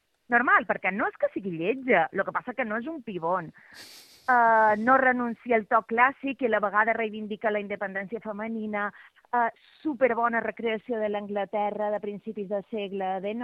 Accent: Porto Cristo, Balearic Islands, Spain; Estic a Porto Cristo, que són les festes del Carme

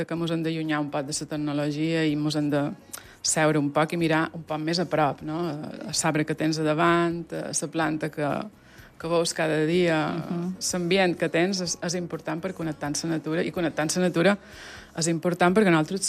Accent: Sóller, Balearic Islands, Spain; also born or lived in Fornalutx; Ja he nascut a Buenafornalutx, Sóller, una cama a cada banda. Sempre, els caps de setmanes, he anat a Solivar, el que dèiem a Sóller Solivar, la finca

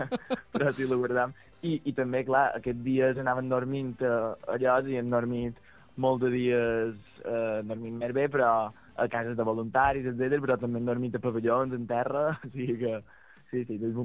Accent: Sa Pobla, Balearic Islands, Spain; Nosaltres, per exemple, ja som de Sa Pobla i l'arribada a Sa Pobla va ser molt, molt xula

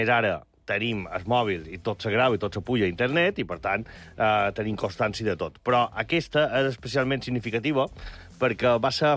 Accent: Inca, Balearic Islands, Spain; born there; Jo soc nascut a Inca i sempre n'hi ha hagut.

